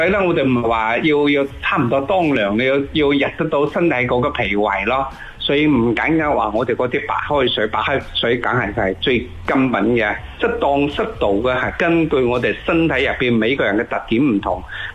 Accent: Guangdong, China; 我哋广东人

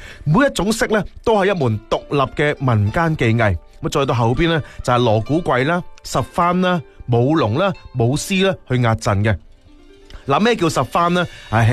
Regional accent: Foshan, Guangdong, China; 但系咧我哋佛山人就唔一样啦，我哋佛山人咧中意嘅系秋宵

